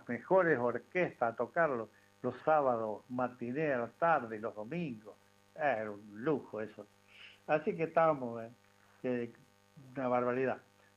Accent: Ramallo, Buenos Aires Province, Argentina; also born or lived in Comodoro Rivadavia; vine de Comodoro, estuve un tiempo acá, volví acá a Ramallo, estuve en casa un tiempo

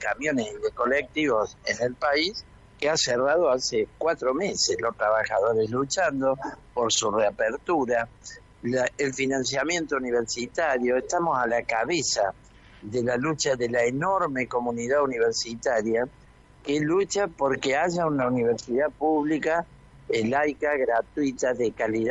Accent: Argentina

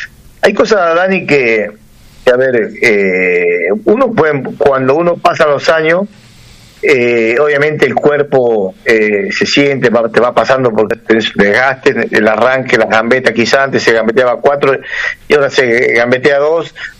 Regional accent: Ledesma, Jujuy, Argentina; Yo obviamente lo he visto de mi Jujuy, en mi Ledema natal en el Mundial del 86

